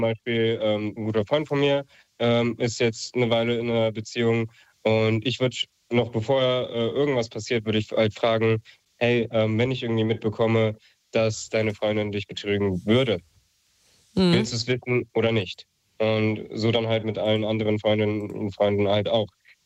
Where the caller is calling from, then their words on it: Marburg, Hesse, Germany; Ich komme aus Marburg.